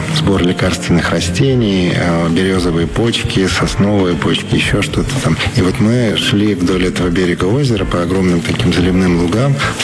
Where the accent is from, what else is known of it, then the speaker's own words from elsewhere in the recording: Arkhangelsk Oblast, Russia; год назад у себя на родине, в Архангельской области, я взял туда собаку